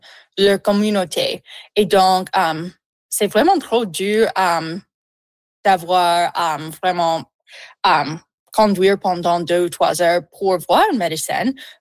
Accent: Woodville, Nova Scotia, Canada; moved away; J'ai grandi dans un milieu rural. J'ai grandi à Nouvelle-Écosse, dans une petite ville qui s'appelle Woodville.

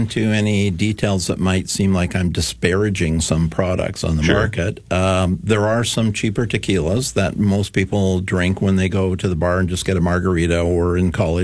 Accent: Esquimalt, British Columbia, Canada; people say, oh, where are you from? Thinking that we're like from Chicago or Detroit or something.

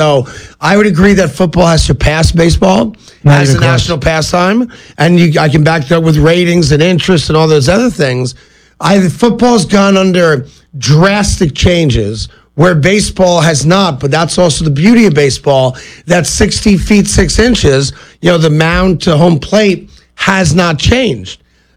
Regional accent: East Coast, United States; whatever the sport was, we played it as kids growing up in the 70s on the East Coast, right?

